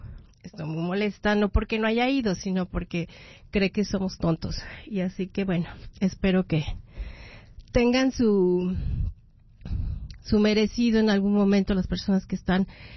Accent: Mexico; moved away; yo soy mexicana

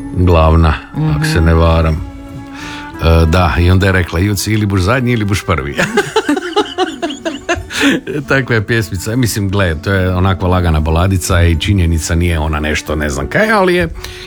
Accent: Hum na Sutli, Krapina-Zagorje County, Croatia; Jesam. Rodom iz Huma na Sutli, da, s centra dole s broda.

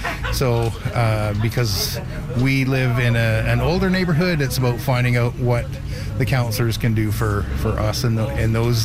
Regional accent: Colwood, British Columbia, Canada; I'm from Colwood.

